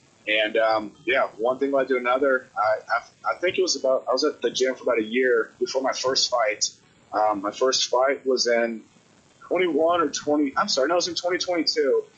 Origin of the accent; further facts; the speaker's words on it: Austin, Texas, United States; moved away as an adult; now in Charleston, United States; I grew up in Austin, Texas. I've been in Charleston for about 7 years.